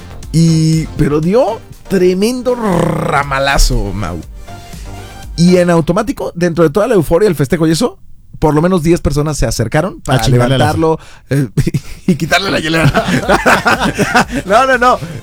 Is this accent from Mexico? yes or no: yes; Mexico; qué chidos somos los mexicanos